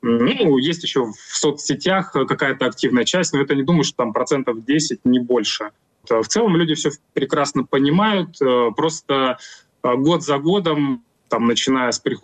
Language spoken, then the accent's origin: Russian; Russia; moved away as an adult; Не надо обобщать россиян, потому что я сам россиянин, я до 25 года жил в России, в окружении меня все люди прекрасно все понимают.